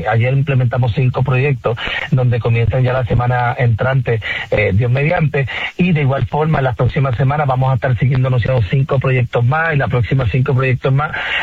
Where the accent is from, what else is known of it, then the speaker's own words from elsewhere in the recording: Ciales, Puerto Rico; pues mi manera de proyectar a mi pueblo es tratar de saber cuáles son nuestras culturas y nuestras raíces. Y eso es un tema que también lo vamos a estar abordando futuramente para poder aclarar, ¿verdad?, todo, y que pues tengamos una historia clara y precisa de lo que es nuestro pueblo de Ciales.